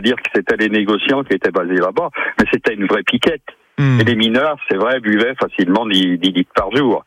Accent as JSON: {"language": "French", "region": "Auvergne-Rhône-Alpes", "country": "France", "said": "moi, je suis de la Loire"}